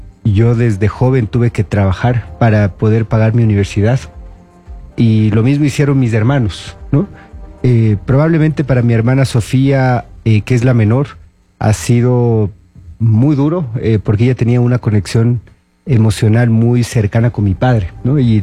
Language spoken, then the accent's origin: Spanish; Quito, Pichincha, Ecuador; born there; Soy quiteño. Nací en Quito.